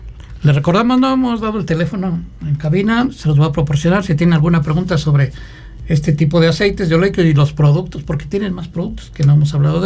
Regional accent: Mexico City, Mexico; now in San Luis Potosí, Mexico; Nosotros venimos de la Ciudad de México.

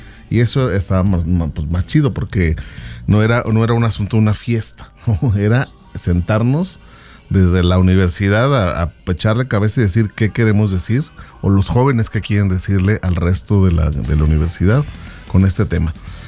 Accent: San Luis Potosí, Mexico; que no somos esos potosinos, potosinos con el gentilicio que nos reconoce mucha gente fuera de nuestro territorio

